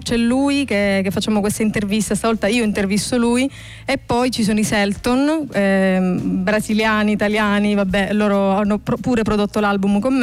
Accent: Catania, Sicily, Italy

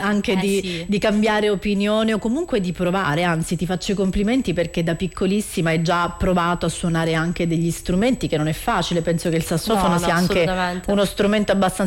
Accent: Sicily, Italy; siamo siciliane entrambe

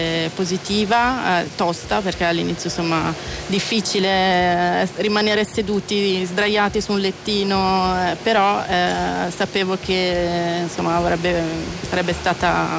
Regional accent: Pavia, Lombardy, Italy; io sono di Pavia e CNAO è proprio dietro casa per me

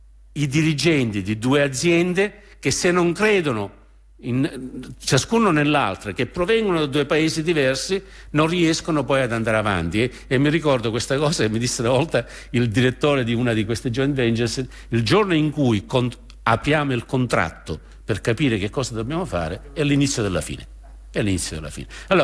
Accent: Australia; Io sono australiano di origine italiana

